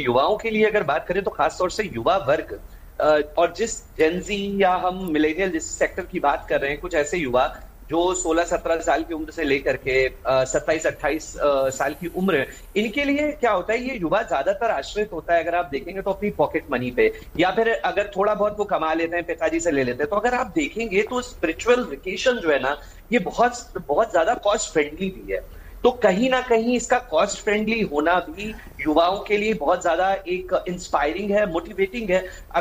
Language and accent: Hindi; Uttar Pradesh, India; मैं खुद उत्तर प्रदेश से हूं